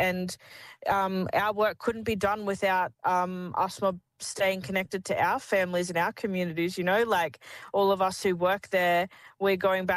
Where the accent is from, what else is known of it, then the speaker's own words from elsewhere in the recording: Darwin, Northern Territory, Australia; also born or lived in Tiwi Islands; I'm a Dungalaba Gulanbringan Rockthunga or Tiwi woman. So that means I'm from the Tiwi Islands, I'm from Darwin, and my grandfather's country is a place called Ngadiri, just outside of Wadair.